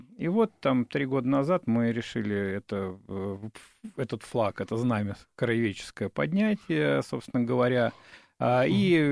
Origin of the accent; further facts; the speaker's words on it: Moscow, Russia; для меня, как коренного москвича, когда люди начинают говорить, я коренной